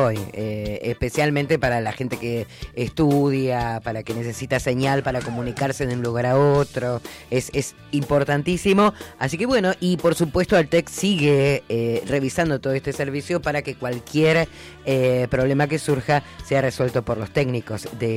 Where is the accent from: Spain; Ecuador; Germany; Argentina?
Argentina; Y somos argentinos siempre.